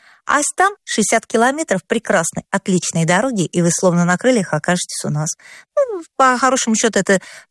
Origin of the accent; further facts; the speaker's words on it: Yuzha, Ivanovo Oblast, Russia; я коренной житель этого города, да? И школу я заканчивала здесь